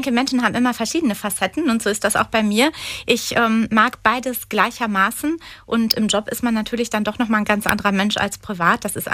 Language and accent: German; Dortmund, North Rhine-Westphalia, Germany; ich bin 43 Jahre alt, ich bin verheiratet, bin gebürtig aus Dortmund, lebe auch in Dortmund